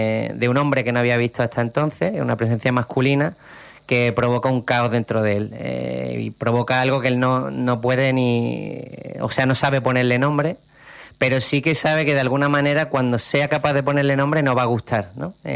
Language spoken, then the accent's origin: Spanish; Málaga, Andalusia, Spain; soy de Málaga